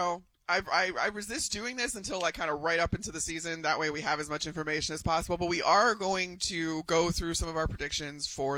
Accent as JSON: {"language": "English", "town": "Chicago", "region": "Illinois", "country": "United States", "said": "I am a Midwesterner. I am from Chicago."}